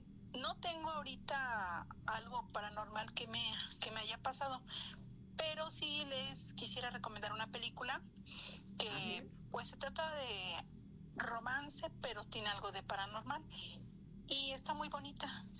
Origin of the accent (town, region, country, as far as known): Xalapa, Veracruz, Mexico